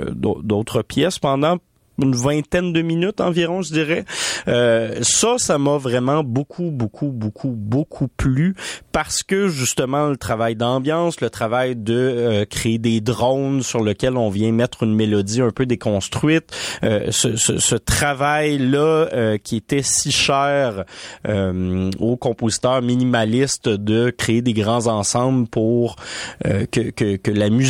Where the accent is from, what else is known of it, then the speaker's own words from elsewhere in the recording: Montreal, Quebec, Canada; en tant que Montréalaise